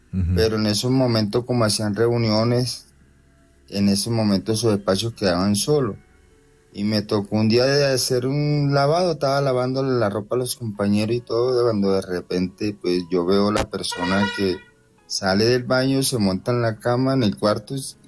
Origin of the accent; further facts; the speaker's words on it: Curumaní, Cesar, Colombia; now in Ecuador; Yo soy de Curumaní, César, pero en este momento estoy en el Ecuador.